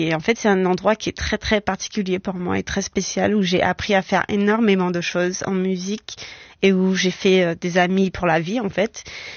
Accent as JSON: {"language": "French", "country": "Guadeloupe", "said": "peut-être que c'est parce que je viens de Guadeloupe."}